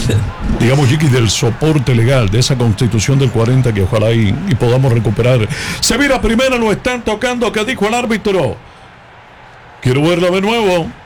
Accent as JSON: {"language": "Spanish", "town": "Remedios", "region": "Villa Clara", "country": "Cuba", "said": "yo soy de Remedios."}